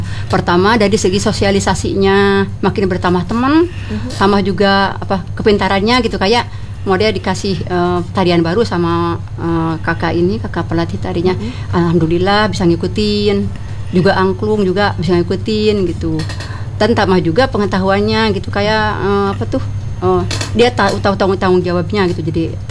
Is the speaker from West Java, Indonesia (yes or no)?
yes; Ciawi, West Java, Indonesia; Bogor asli.